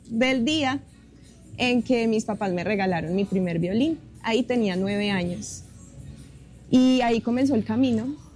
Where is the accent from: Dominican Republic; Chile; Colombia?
Colombia; Pereira, Risaralda; moved away as an adult; also born or lived in Manizales; now in Santa Rosa de Cabal, Colombia; Yo no soy de Santa Rosa, yo soy pereirana